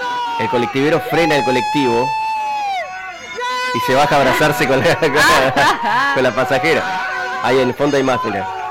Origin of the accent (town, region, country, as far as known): Argentina